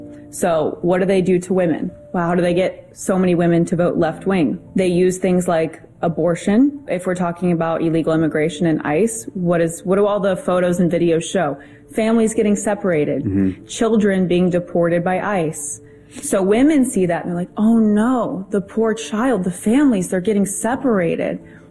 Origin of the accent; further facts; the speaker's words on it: United States; born there; I was born in America.